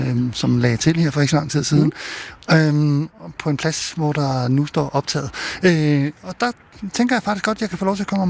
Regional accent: Helsingør, Capital Region of Denmark, Denmark; I min hjemby Helsingør

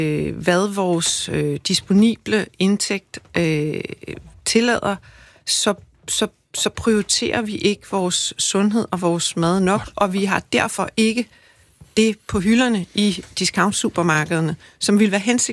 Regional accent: Zealand, Denmark; Jeg er vokset op på Sydsjælland, på landet

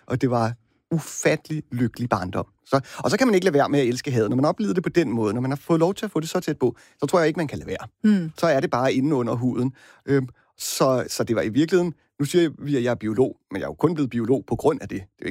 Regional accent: Bornholm, Capital Region of Denmark, Denmark; Jeg er uddannet biolog, jo, men før det er jeg jo bornholmer. Og jeg er født et stenkast fra havet.

